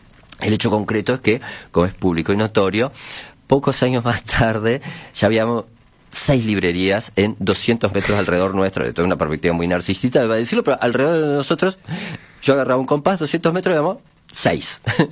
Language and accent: Spanish; Villa Biarritz, Montevideo, Uruguay; born there; porque aparte yo nací en Villa Biarritz de alguna forma y ahí funcionaba